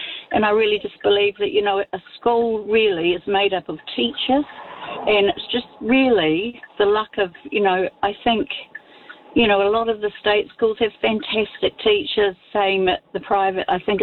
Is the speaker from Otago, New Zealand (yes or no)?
yes; Dunedin, Otago, New Zealand; moved away; But we're originally from Dunedin.